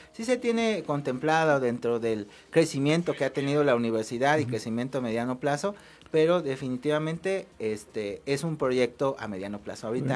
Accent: Veracruz, Mexico; moved away; yo soy de Veracruz, ya tengo algunos años acá

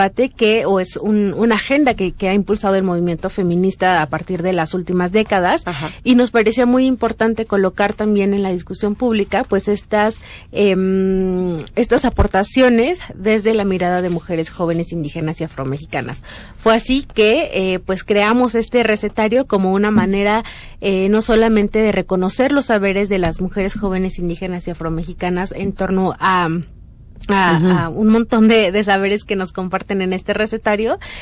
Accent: Hidalgo, Mexico; now in Mexico City, Mexico; Soy de Hidalgo, soy originaria de ¿dónde eres? Soy originaria de la comunidad del Mejay, en el Valle del Mezquital, y migré acá a la Ciudad de México desde hace más de 15 años, entonces también ya soy un poco también de acá de la Ciudad de México.

